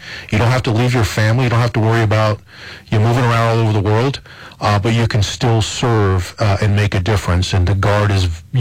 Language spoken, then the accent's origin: English; Dexter, New Mexico, United States; No, I grew up in Dexter, New Mexico, which is in southeast New Mexico.